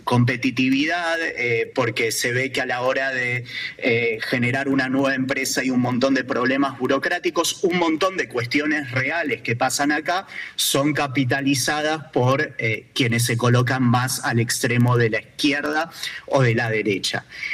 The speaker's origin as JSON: {"language": "Spanish", "country": "Argentina", "moved": "yes", "lives_now": "Germany", "said": "yo acá lo siento como argentino"}